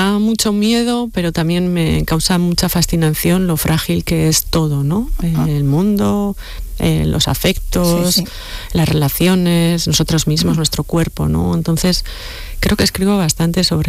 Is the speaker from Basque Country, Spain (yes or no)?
yes; Errenteria, Basque Country, Spain; Yo soy de Rentería y allí tuvo, bueno, pues hicieron